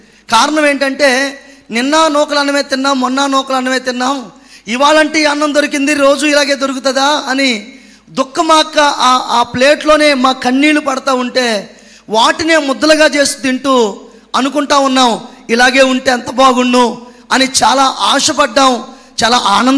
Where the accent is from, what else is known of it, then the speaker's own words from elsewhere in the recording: Andhra Pradesh, India; born there; మా ఊరికి 7 కిలోమీటర్ల దూరంలో దగ్గులూరు అనే ఊరుంది. అది భీమవరం నుండి పాలకొల్లు వెళ్తుంటే మధ్యలో తగులుతుంది.